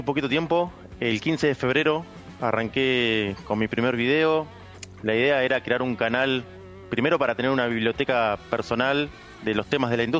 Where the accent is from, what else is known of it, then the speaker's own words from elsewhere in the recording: Mar del Plata, Buenos Aires Province, Argentina; yo nací en Mar del Plata, viví ahí, estudié ahí ingeniería industrial, me recibí.